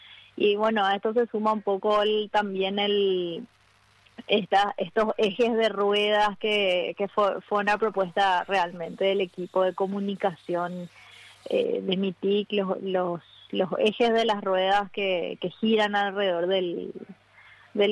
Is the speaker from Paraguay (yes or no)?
yes; Paraguay; Lo que se buscaba principalmente era hablar un poco acerca de eso que tanto nos representa como paraguayos, que es la hospitalidad, ¿no?